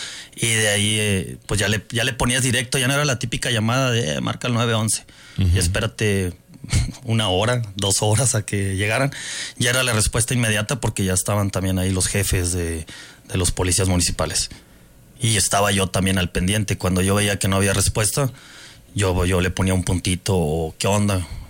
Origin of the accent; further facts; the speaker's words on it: Saltillo, Coahuila, Mexico; born there; nació en el oriente de Saltillo. Vivo las mismas problemáticas que ellos. Vivo en el barrio.